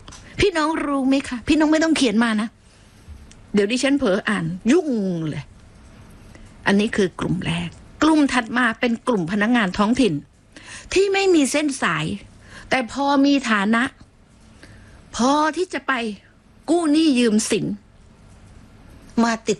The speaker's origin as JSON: {"language": "Thai", "region": "Phuket", "country": "Thailand", "tie": "born or raised there", "said": "ดิฉันนี่เกิดมาเป็นคนภูเก็ตโดยกำเนิดน"}